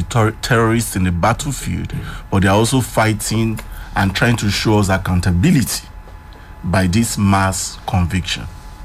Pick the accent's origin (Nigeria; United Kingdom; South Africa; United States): Nigeria; Northern Nigeria; I'm speaking as a Nigerian. Who have seen a lot. I've lived my lives in the north, major part of my life, 3 decades in the north.